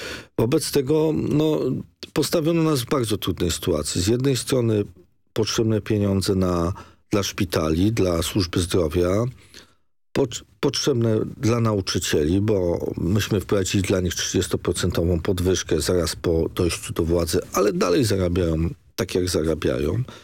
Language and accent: Polish; Sopot, Pomeranian Voivodeship, Poland; jako Sopocianie